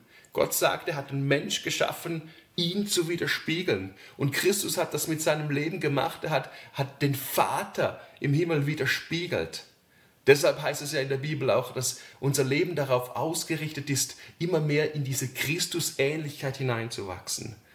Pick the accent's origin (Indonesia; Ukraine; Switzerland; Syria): Switzerland; Unangenehme für mich als Schweizer.